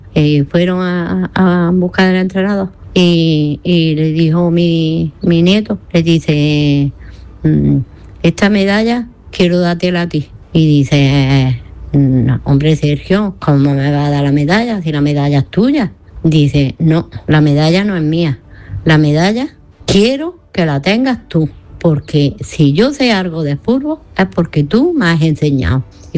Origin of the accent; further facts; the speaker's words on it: Granada, Andalusia, Spain; Le iba a decir de que el por qué digo que soy de Granada.